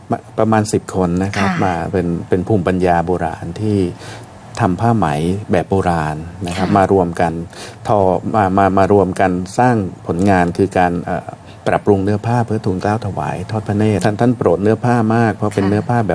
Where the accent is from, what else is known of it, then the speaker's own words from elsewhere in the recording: southern Isan, Thailand; moved away; ท่านบอกว่า … เธอลองกลับไปที่บ้านเกิดที่อีสานใต้นะครับ